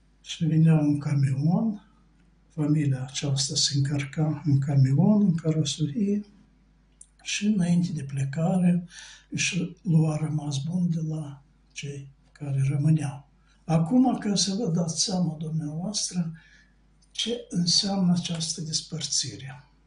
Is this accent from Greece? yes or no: no; Moldova; noi suntem moldoveni, basarabeni. Și în casă se vorbește limba noastră, nu se vorbește altă limbă.